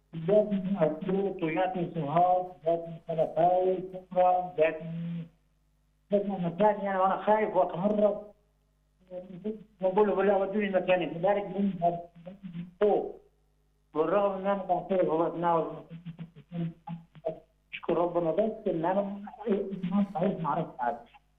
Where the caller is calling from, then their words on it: Alexandria, Alexandria Governorate, Egypt; انا جاي من اسكندرية قنطرة تلت جوال.